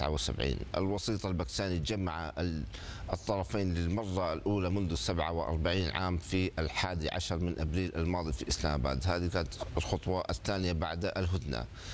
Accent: Pakistan; كباكستاني

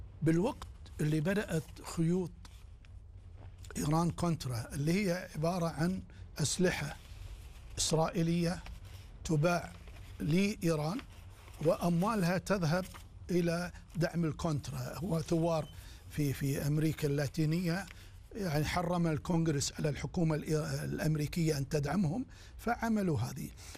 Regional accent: Kuwait; عندنا بالكويت

